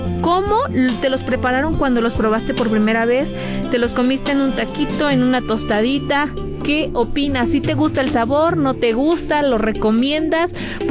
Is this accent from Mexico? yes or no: yes; Mexico; para nosotros que somos mexicanos